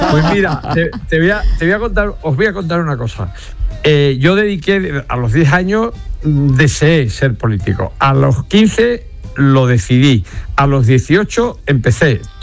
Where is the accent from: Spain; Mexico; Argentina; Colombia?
Spain; Andalusia